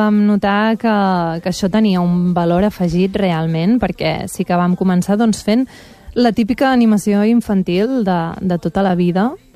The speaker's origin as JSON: {"language": "Catalan", "town": "Castelló d'Empúries", "region": "Catalonia", "country": "Spain", "tie": "born or raised there", "also_born_or_lived": "Roses", "said": "Clar, jo vaig néixer a Roses, però amb 5 anys me'n vaig anar a Castelló d'Empúries"}